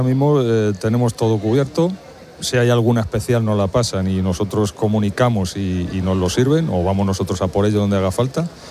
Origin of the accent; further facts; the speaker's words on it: Villamanta, Community of Madrid, Spain; a los vecinos de mi pueblo que tranquilidad, que no hay ninguna previsión de que el incendio llegue a Villamanta.